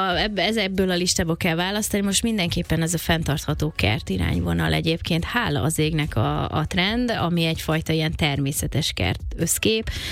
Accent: Budapest, Hungary; a 16. kerületben a Sashalmon nőttem föl, ott a Havashalom utca tanácspark

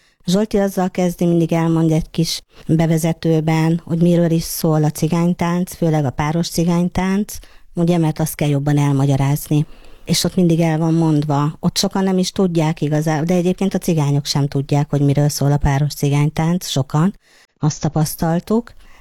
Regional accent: Sárospatak, Borsod-Abaúj-Zemplén, Hungary; Hát nekem eléggé hosszú az utam, hogy úgymond. Én Borsodból származom, Sárospatakról

